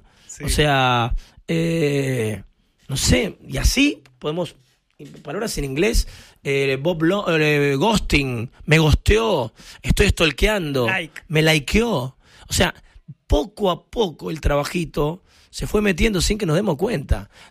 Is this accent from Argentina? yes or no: yes; Argentina; Bueno, yo soy muy argentino.